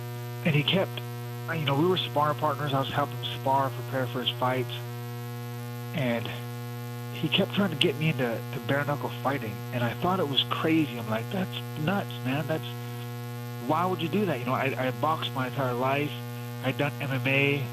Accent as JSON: {"language": "English", "town": "Great Falls", "region": "Montana", "country": "United States", "tie": "born or raised there", "said": "He was living here in my hometown in Great Falls, Montana."}